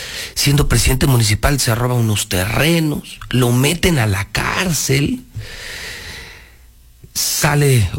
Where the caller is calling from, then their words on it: Aguascalientes, Mexico